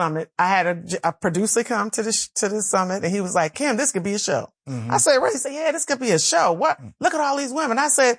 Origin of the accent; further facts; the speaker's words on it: the North, United States; moved away; I was raised in the North. And then when I came South